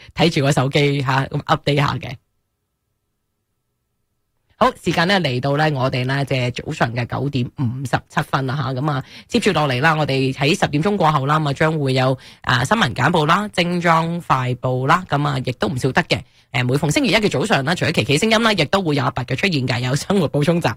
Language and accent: Cantonese; Canada; 作为一个加拿大人